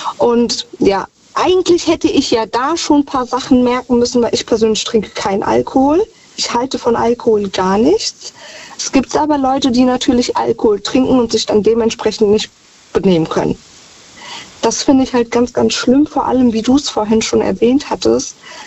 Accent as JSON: {"language": "German", "country": "Germany", "tie": "born there", "said": "ich bin aber in Deutschland geboren, ich bin ja Südländerin"}